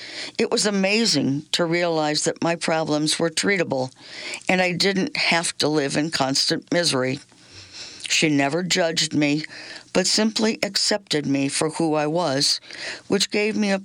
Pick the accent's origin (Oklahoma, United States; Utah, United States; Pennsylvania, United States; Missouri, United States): Missouri, United States; Columbia; born or raised there